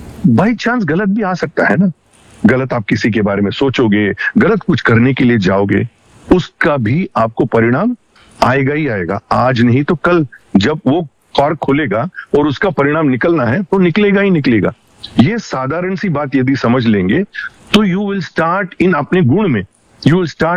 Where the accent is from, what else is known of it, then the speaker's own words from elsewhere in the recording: South India, India; अभी हमारे गांव में, मैं साउथ से हूं, हमारे गांव में